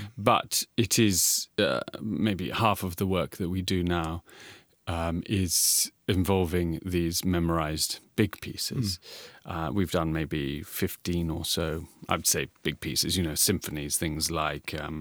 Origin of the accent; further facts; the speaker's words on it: England, United Kingdom; I mean, I'm English, I come from England.